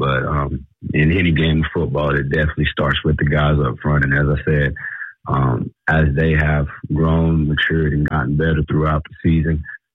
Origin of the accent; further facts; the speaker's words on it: Georgia, United States; now in Nevada, United States; I'm from Georgia myself, and it's you know, more of a football hotspot than the Nevada area is.